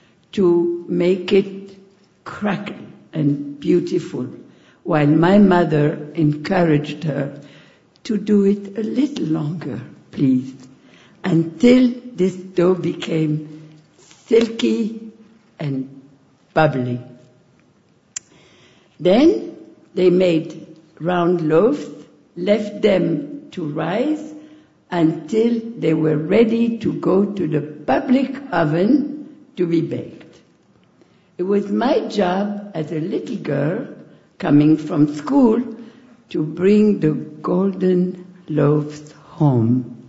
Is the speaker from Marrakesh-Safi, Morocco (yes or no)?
yes; Marrakesh, Marrakesh-Safi, Morocco; born there; English is a second language; I was born in Marrakesh, Morocco, in 1936. The 13th child of my family, and the last one.